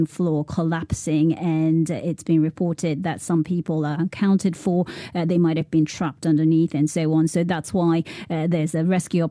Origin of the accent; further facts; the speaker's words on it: Japan; I remember growing up in Japan, even as a kid, you know, you get warned about a potential big one happening